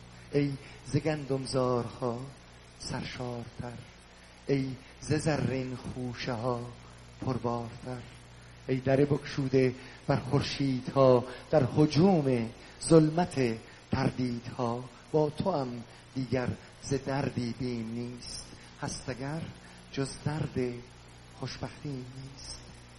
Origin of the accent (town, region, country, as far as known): Iran; moved away